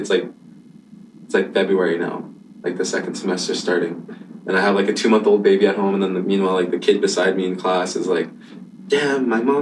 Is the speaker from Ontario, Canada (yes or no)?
no; Saddle Lake Cree Nation, Alberta, Canada; I'm from Satellite Cree Nation. I'm 23 years old.